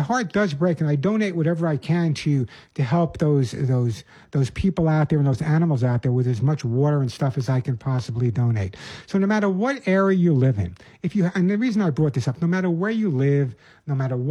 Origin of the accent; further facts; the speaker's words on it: Oceanside, New York, United States; also born or lived in Bronx, United States / Queens, United States; I was born in the Bronx, grew up part of my life in Queens in Rockaway Beach, and then most of my time on Long Island in Oceanside.